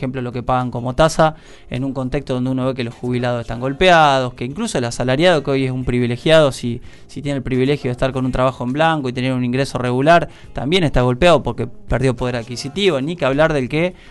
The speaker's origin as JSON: {"language": "Spanish", "region": "Santa Fe", "country": "Argentina", "said": "como argentinos, como santafesinos y como villenses"}